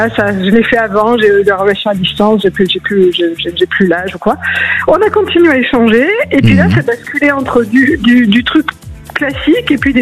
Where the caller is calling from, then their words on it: Southern France, France; Je suis dans le sud de la France.